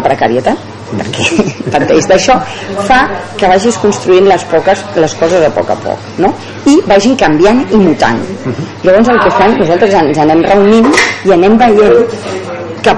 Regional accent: Terrassa, Catalonia, Spain; Soc actriu, soc de Terrassa, tot tal

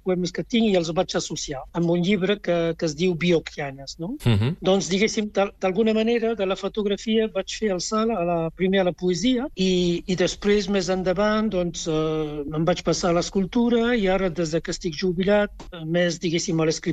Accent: Cerbère, Occitania, France; moved away as an adult; also born or lived in Perpignan / Portbou; El meu país, doncs, és l'Alt Empordà i el Rosselló, perquè, mm-hmm, diguéssim, d'alguna manera, jo vaig passar tota la meva infància a Cervera de la Marenda, mm-hmm, el primer poble francès, no?

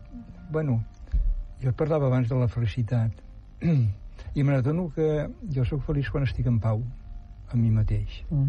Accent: Argentona, Catalonia, Spain; born there; Vaig néixer a Argentona l'any 1944, fa molt de temps, per això ja sóc antic.

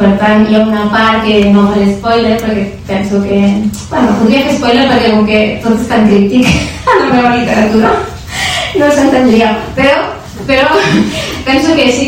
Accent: Barcelona, Catalonia, Spain; Jo soc de Nou Barris, que és de l'Extrarradio

